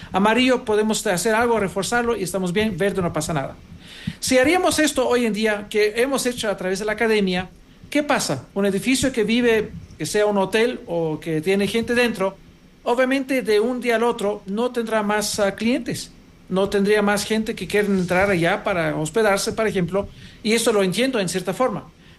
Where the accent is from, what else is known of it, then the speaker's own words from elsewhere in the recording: Greece; also born or lived in Germany; Tenía 14 años, creo, que ocurrió un terremoto en mi ciudad de origen, en Grecia. Estamos allá de vacaciones. Vivíamos en Alemania. También soy migrante.